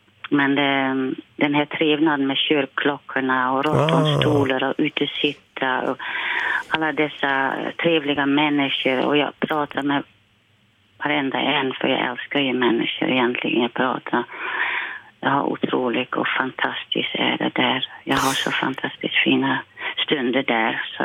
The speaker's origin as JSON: {"language": "Swedish", "town": "Silvolde", "region": "Gelderland", "country": "Netherlands"}